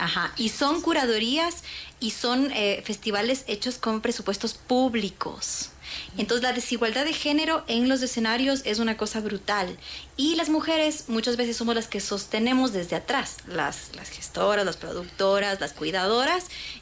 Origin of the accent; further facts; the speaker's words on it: Ecuador; Siendo las mujeres ecuatorianas